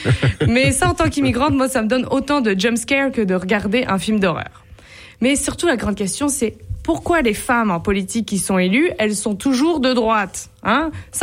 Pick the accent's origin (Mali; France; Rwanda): France; moved away as an adult; now in Quebec, Canada; comme on dit dans mon pays natal, la chatte à Mireille.